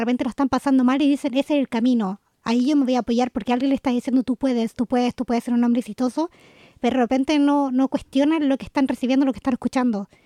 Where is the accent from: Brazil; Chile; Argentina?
Chile; now in Germany; nosotros que venimos de Chile